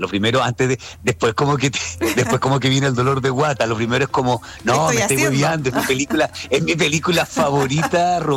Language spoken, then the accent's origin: Spanish; Temuco, Araucanía, Chile; moved away; Sí, yo soy de Temuco, ya.